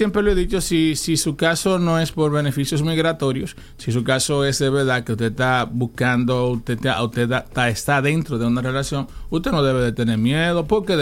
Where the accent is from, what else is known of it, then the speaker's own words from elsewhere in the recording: Dominican Republic; Eso no somos los dominicanos.